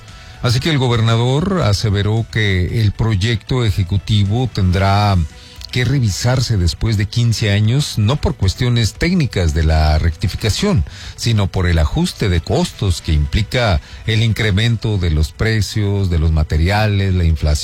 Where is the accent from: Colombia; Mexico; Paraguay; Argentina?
Mexico; con toda la pasión y fervor que nos arraiga como mexicanos